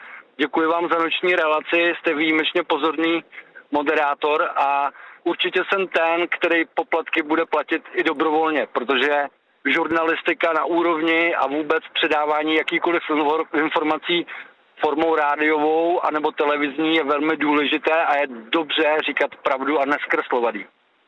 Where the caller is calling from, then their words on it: Prachatice, South Bohemian Region, Czechia; Já jsem z Prachatická.